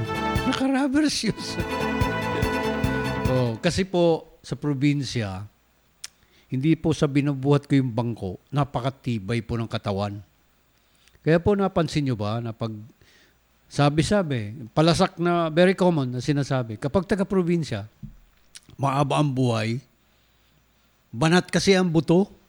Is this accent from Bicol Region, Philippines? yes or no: no; Davao, Davao Region, Philippines; Ba, doon sa amin sa Davao, pati yung uod sa ilalim ng puno ng niyog, tawag namin doon ay batud sa Bisaya.